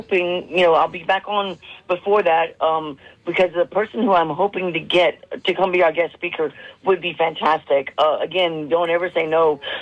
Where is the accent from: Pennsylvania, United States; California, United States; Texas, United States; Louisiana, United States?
Louisiana, United States; now in New Mexico, United States; I'm from South Louisiana